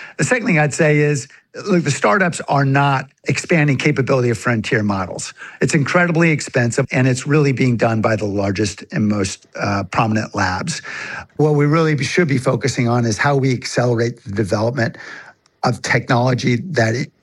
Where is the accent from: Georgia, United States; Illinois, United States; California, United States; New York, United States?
California, United States; I'm from Silicon Valley. I support AI development.